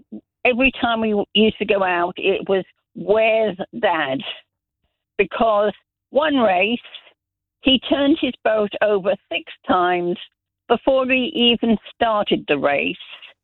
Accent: Zambia; I grew up in Zambia. Every school there had a swimming pool.

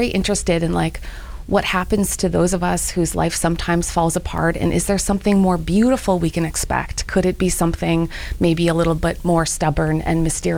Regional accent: Canada; now in United States; I'm secretly Canadian

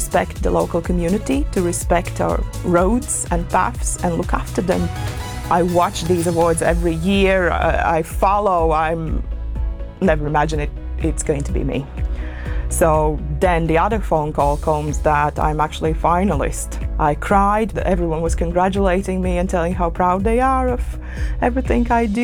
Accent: Latvia; moved away as an adult; now in England; Originally, I am from Latvia, and as Latvians, I think it's in our blood to the core.

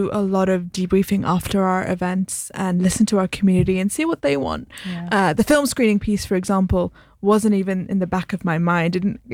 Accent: London, United Kingdom; we're both from London. We know the city inside and out

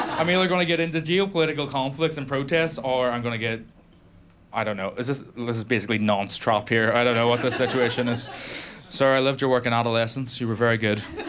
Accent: Northern Ireland, United Kingdom; growing up in Northern Ireland with a gay dad?

